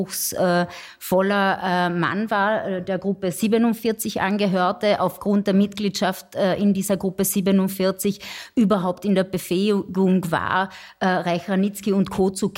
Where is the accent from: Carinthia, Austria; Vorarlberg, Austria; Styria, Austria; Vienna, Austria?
Carinthia, Austria; Klagenfurt; ich komme aus Klagenfurt.